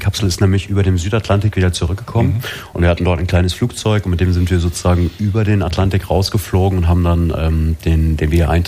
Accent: North Rhine-Westphalia, Germany; moved away as an adult; also born or lived in Baden-Württemberg; now in Lichtenau, Germany; Ich komme gebürtig aus NRW. Ich glaube, man hört was so ein bisschen.

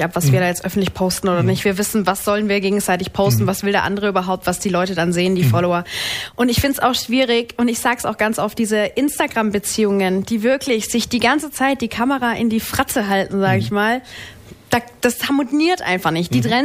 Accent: Baden-Württemberg, Germany; accent: Baden; also born or lived in Berlin; einfach ein Badener. Also ich krieg's auch nicht raus. Ich will es auch gar nicht rauskriegen. Ich liebe meine Heimat. Es ist einfach wunderschön hier.

